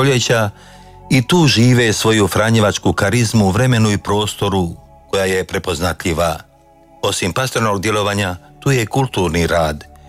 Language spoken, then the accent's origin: Croatian; Hrvace, Split-Dalmatia County, Croatia; Već od mali nogu rastao sam u obitelji pobožnoj Gospi, rođen i odrastao u Hrvacama, samo nekoliko kilometara udaljenom od svetišta čudotvorne Gospe Sinjske.